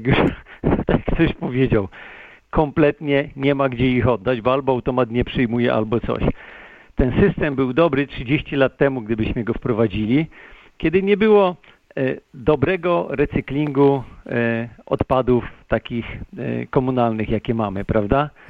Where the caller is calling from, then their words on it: Łódź Voivodeship, Poland; Mieszkam w Januszku Łodzi, czyli w miejscowości koło Łodzi.